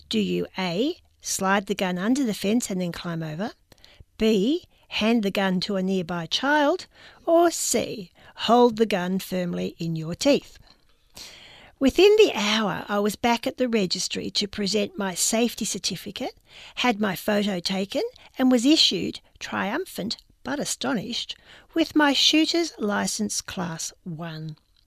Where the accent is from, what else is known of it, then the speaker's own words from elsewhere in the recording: United Kingdom; moved away as an adult; now in Australia; Growing up in Britain, no one I knew had a gun, and licenses were practically impossible to obtain. Which brings me to my first week in Australia as a newly landed migrant.